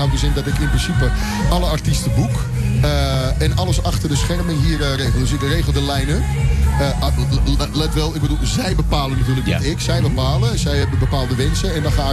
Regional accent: Amsterdam, North Holland, Netherlands; born there; now in Lelystad, Netherlands; Dit is wel mijn stad. Ik ben geboren in Amsterdam. Mijn hart en nieren liggen daar in principe. Maar ik ben heel blij dat ik in Lelystad woon.

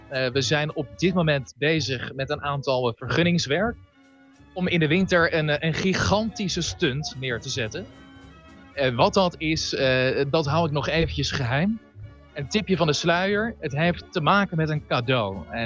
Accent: Rotterdam, South Holland, Netherlands; moved away; Ja, ik zelf kom oorspronkelijk uit Rotterdam.

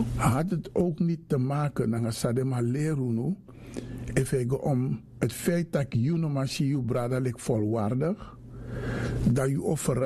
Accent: Suriname; born there; Ik ben geboren in Suriname, ik ben opgegroeid aan de Herassingstraat.

